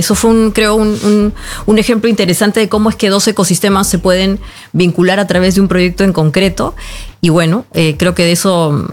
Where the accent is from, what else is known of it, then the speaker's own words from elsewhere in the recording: Peru; Bueno, en verdad, siempre es una oportunidad para poder esto acercarse a la tierra donde uno nació, ¿no?